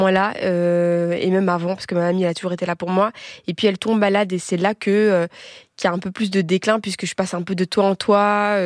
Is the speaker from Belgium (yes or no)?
yes; Belgium; parce que je suis métisse, donc je suis belge, je suis congolaise, j'ai des traits qui me rappellent que je suis congolaise aussi